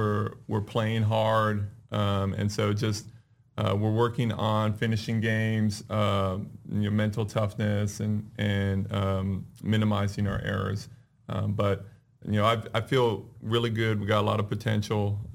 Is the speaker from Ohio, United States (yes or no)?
no; California, United States; moved away as an adult; also born or lived in Oklahoma; now in East Texas, United States; I grew up in California